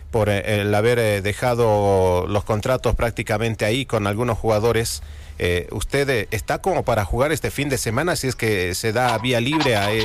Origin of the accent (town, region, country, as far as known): Bolivia